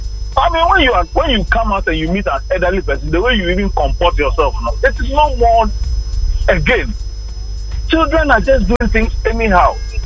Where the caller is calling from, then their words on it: Ghana; I'm a Ghanaian.